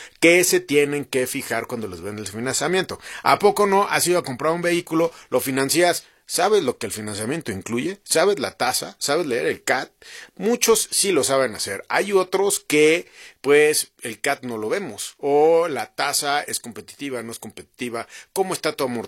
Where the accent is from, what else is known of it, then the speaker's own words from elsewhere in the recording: Mexico; nosotros como mexicanos